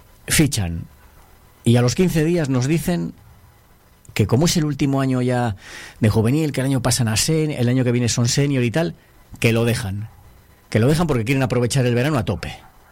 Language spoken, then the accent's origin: Spanish; Riba de Ruesga, Cantabria, Spain; Yo soy de Riba de Ruesga